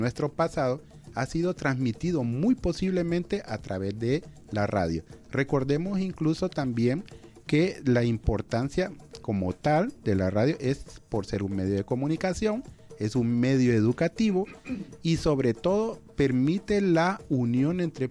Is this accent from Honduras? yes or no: yes; Honduras